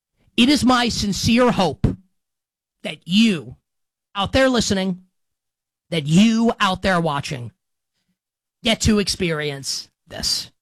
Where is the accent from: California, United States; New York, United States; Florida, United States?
New York, United States; New York beats Philly, and you know as a New Yorker, I absolutely love it.